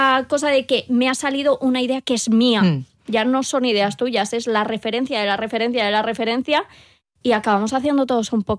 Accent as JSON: {"language": "Spanish", "town": "Madrid", "region": "Community of Madrid", "country": "Spain", "tie": "born or raised there", "said": "Es que yo soy hija del cemento, soy hija de Madrid."}